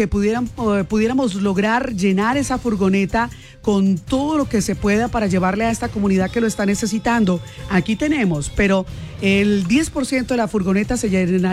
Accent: Cali, Valle del Cauca, Colombia; los caleños somos gente solidaria, que los vallecaucanos nos unimos

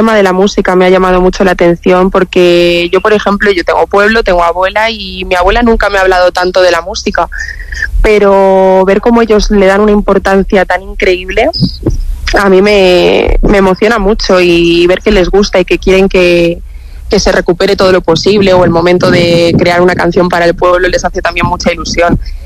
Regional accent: San Miguel del Valle, Castile and León, Spain; porque para mí mi pueblo es muy importante y es todo. Son mis raíces, efectivamente.

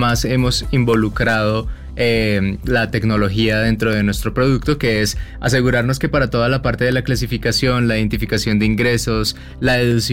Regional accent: Colombia; now in Mexico City, Mexico; Sí, nosotros dos somos colombianos y nosotros llegamos a la Ciudad de México trabajando para Uber.

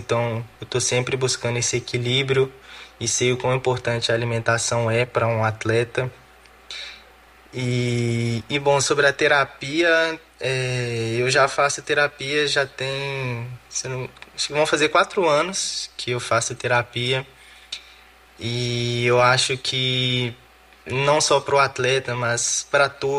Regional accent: Belo Horizonte, Minas Gerais, Brazil; moved away as an adult; now in Leverkusen, Germany; eu sou natural de Belo Horizonte, tenho 23 anos de idade, eu estou indo para o meu terceiro ano aqui na Europa

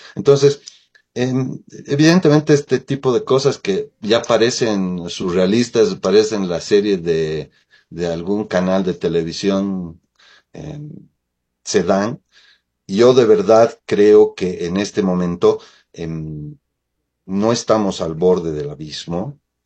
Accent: Bolivia; La crisis constante en mi país es normal

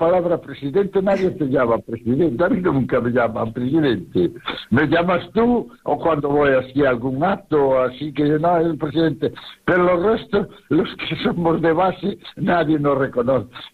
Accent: Redondela, Galicia, Spain; Y yo también, como soy un amante de mi pueblo, y sí. sabes que Redondela, hay muchas actividades lúdicas y de cultura y de todo eso.

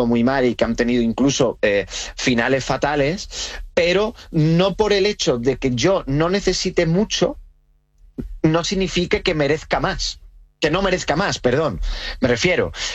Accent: Rincón de la Victoria, Andalusia, Spain; cuando me bajo a mi pueblo, Rincón de la Victoria, Málaga

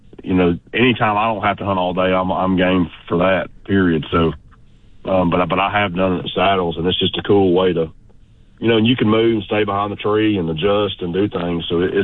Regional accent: Georgia, United States; born or raised there

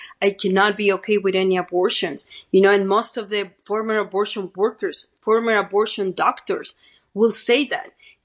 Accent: Arizona, United States; even my home state, Arizona

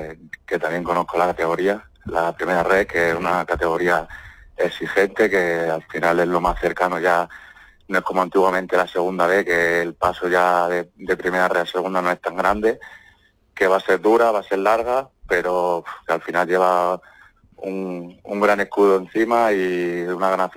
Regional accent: Jaén, Andalusia, Spain; moved away; Que soy de Jaén

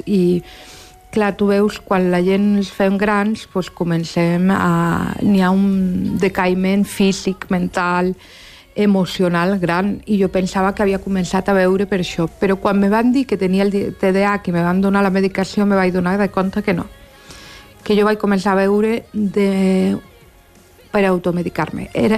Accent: Barcelona, Catalonia, Spain; born there; first language Spanish; Catalan is a second language; primer que no parlava català, perquè sí que és veritat que vaig néixer a Barcelona i molts estius es vaig passar a Barcelona, però la meva llengua materna és el castellà, perquè allà ho parlava en castellà

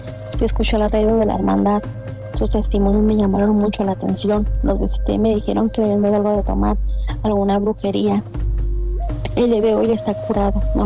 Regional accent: Jalpan, Mexico; Yo soy de Jalpan.

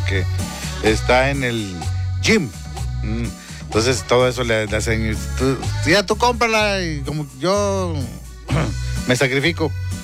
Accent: Guanahuises, Nuevo León, Mexico; Saludos para toda la gente allá de Guanahuises, Nuevo León, mi pueblo querid

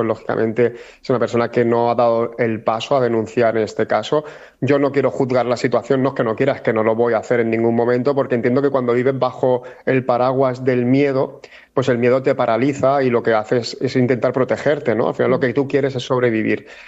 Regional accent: Valencian Community, Spain; Soy de cerca de Torrevieja, nosotros residimos cerca de Santa Pola.

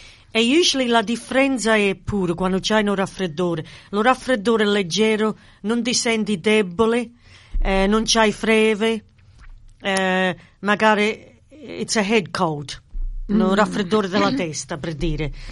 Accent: Rome, Lazio, Italy; Io romano com'è.

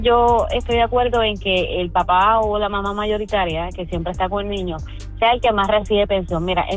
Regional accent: Puerto Rico; now in United States; Me fui de Puerto Rico buscando supuestamente una mejor... Bueno, sí, estoy mejor en Estados Unidos

